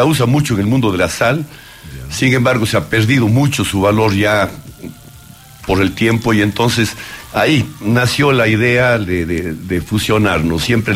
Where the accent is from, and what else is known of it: Ecuador